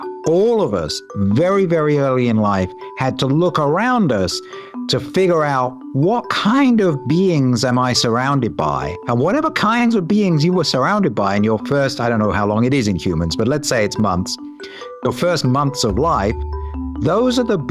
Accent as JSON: {"language": "English", "country": "United Kingdom", "said": "I'm British"}